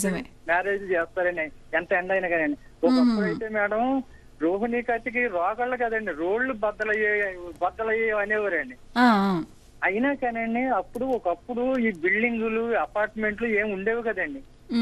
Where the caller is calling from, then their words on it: Hyderabad, Telangana, India; జూబ్లీహిల్స్ నుంచి మాట్లాడుతున్నానండి.